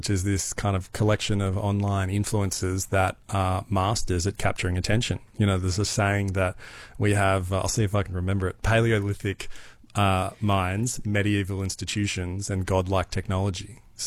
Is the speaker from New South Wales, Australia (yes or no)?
yes; New South Wales, Australia; No, I grew up in New South Wales. I loved footy, sport. That was kind of my identity.